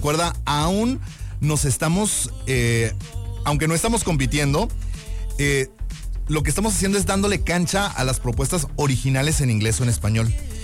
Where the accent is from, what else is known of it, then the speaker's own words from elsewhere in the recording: Saltillo, Coahuila, Mexico; Porque somos de Saltillo y para Saltillo.